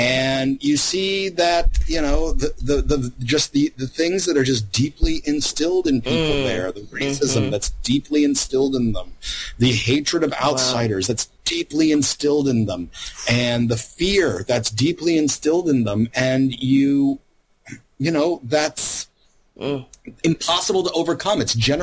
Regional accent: Louisiana, United States; I'm like, I grew up mostly in Louisiana.

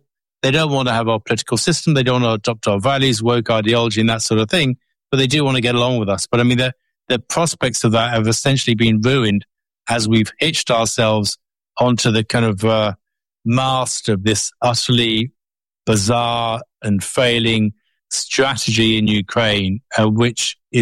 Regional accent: United Kingdom; as a British diplomat working in Russia

